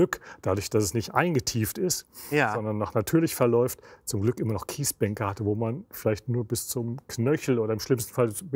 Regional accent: Hesse, Germany; Also ich komme aus der Wetterau und kenne zum Beispiel auch die Nidda

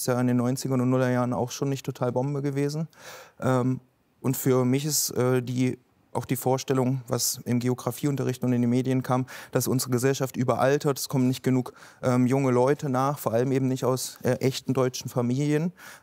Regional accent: East Germany, Germany; Also ich bin in der Wendezeit aufgewachsen, also mit Annexionserfahrungen aufgewachsen.

